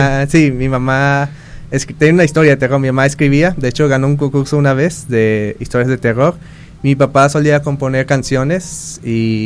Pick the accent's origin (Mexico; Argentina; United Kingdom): Mexico; Guadalajara, Jalisco; born there; also born or lived in United States / Ahuatlán; now in Bahía de Banderas, Mexico; He venido de muchas partes. Por ejemplo, nací en Guadalajara. Después me vine a Estados Unidos. Viví un tiempo en Ahuatlán y ya tengo mis años en Bahía de Banderas.